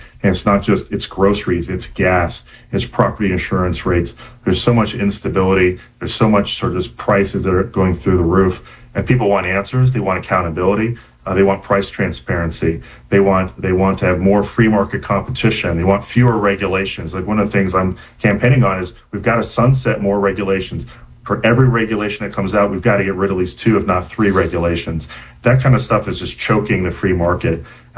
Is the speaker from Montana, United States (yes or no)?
no; Indian River County, Florida, United States; moved away as an adult; I grew up in Indian River County.